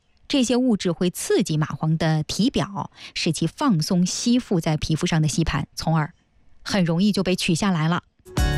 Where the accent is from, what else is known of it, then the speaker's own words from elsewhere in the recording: Northeast China, China; moved away; 毕竟我是个东北人